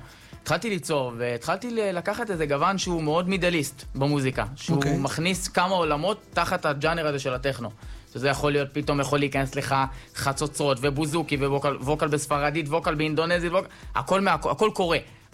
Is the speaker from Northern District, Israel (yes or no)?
yes; Nahariya, Northern District, Israel